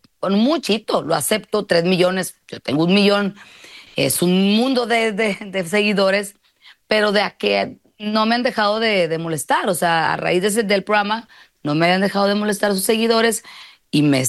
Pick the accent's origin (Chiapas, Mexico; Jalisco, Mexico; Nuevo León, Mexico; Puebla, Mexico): Nuevo León, Mexico; Monterrey; soy mechita corta, ¿verdad? Porque soy de Monterrey. Por más rehabilitada que esté y por más cristiana que sea, ¿verdad?